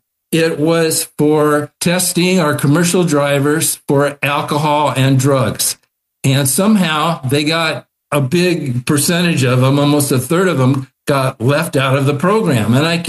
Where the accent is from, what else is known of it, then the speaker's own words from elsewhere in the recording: Beverly Hills, California, United States; But I got to Beverly Hills and I loved working there because it's my hometown. I mean, I was president of the Little League here.